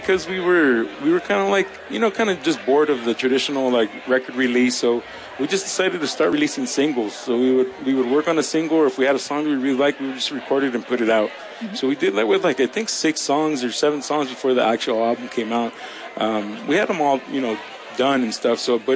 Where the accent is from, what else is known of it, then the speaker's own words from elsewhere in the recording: Los Angeles, California, United States; I mean, for us, we grew up in Los Angeles, and there's so much diversity of communities in Los Angeles.